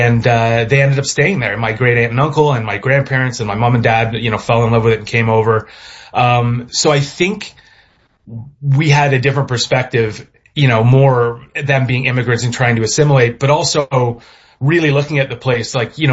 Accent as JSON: {"language": "English", "town": "Midland", "region": "Ontario", "country": "Canada", "tie": "born or raised there", "said": "I'm writing about a fictionalized version of North Simcoe County, Midland, Ontario, and the surrounding areas where I'm from."}